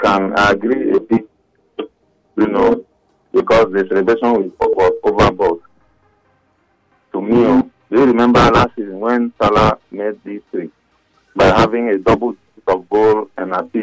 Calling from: Kumukalabo, Uganda; I'm calling from Kumukalabo.

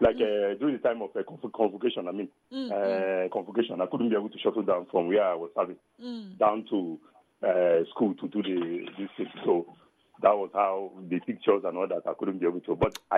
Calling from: Umudara, Nigeria; I'm calling from Umudara.

